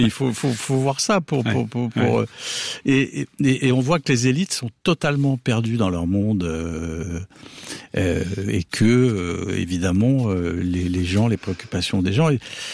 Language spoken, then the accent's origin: French; France; je suis français.